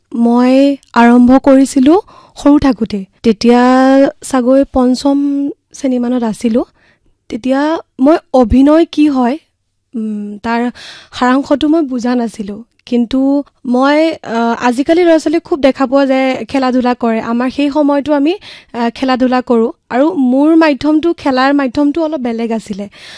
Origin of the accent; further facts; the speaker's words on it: Kaki, Assam, India; যিহেতু মোৰ ঘৰ কাকীত হয়, কাকীতে যিসমূহ অভিনয়ৰ কৰ্মশালা হয় সেই কৰ্মশালাত মই যোগদান কৰিলোঁ।